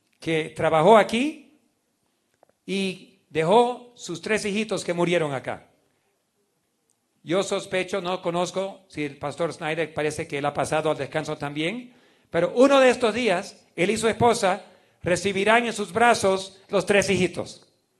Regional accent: Beni, Bolivia; Estábamos por volver, yo me crié en el Beni.

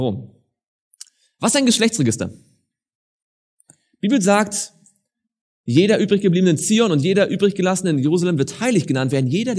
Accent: Rostock, Mecklenburg-Vorpommern, Germany; born there; Also ich bin in Rostock geboren.

